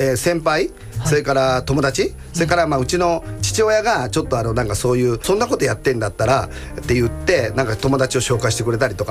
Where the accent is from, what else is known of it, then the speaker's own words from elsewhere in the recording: Osaka, Japan; 私は大阪で生まれ育って